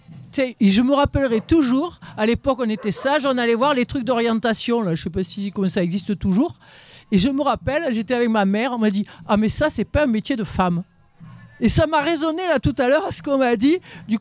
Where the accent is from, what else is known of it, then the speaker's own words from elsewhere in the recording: Pernes-les-Fontaines, Provence-Alpes-Côte d'Azur, France; Bon, moi, je suis de Pernes-les-Fontaines. Tous les voisins, c'était des agriculteurs et les filles et les garçons avaient mon âge, enfin ceux de ma génération.